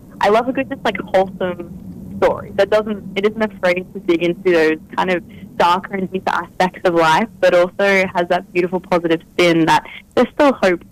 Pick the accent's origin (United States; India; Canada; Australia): Australia; Brisbane, Queensland; my mob is the Caringbal people from Queensland. I grew up in Brisbane, Meanjin in Queensland, pretty much born and raised here. I haven't really left. It's very much home for me.